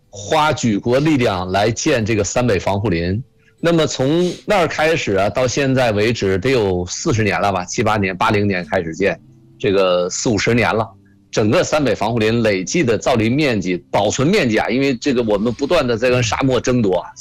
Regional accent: Shenyang, Liaoning, China; 我小时候是在沈阳生沈阳长的嘛

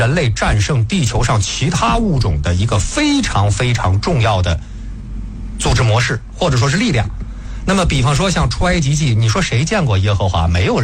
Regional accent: China; 但是我们每一个中国人不会有任何一个人否认说我不是炎黄子孙，那是不可能的，我们就自认为我们一定是炎黄子孙的后代

